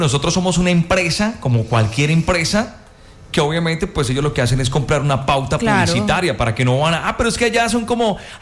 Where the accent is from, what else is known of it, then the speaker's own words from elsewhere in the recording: Colombia; porque obviamente somos colombianos, tenemos nuestra decisión, claro.